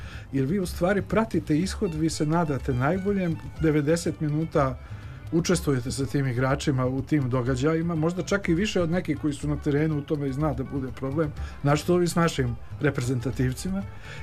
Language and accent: Serbian; Sarajevo, Federation of Bosnia and Herzegovina, Bosnia & Herzegovina; Pa, znate, ja sam odrastao u Sarajevu, odrastao u jednoj kući koja je imala prostranu baštu, dvorište